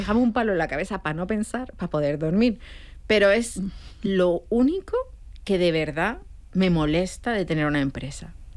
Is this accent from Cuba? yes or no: no; Las Palmas, Canary Islands, Spain; moved away; Y, claro, llevo 27 años ya aquí, ¿sabes? Voy a Las Palmas y me dicen que tengo acento peninsular.